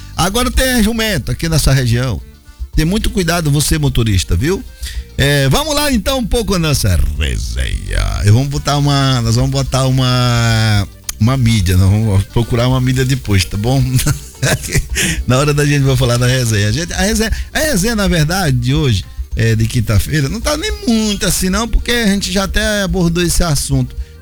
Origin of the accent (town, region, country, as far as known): Maranhão, Brazil